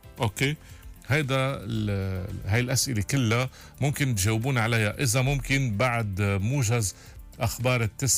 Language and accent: Arabic; Lebanon; الشرع عم بيقلنا كلبنانيين خلينا نستفيد من فرصة إعادة إعمار سوريا